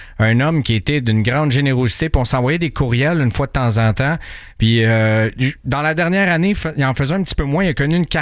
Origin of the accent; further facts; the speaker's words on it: Montreal, Quebec, Canada; Je dis « Non, je viens de Montréal. »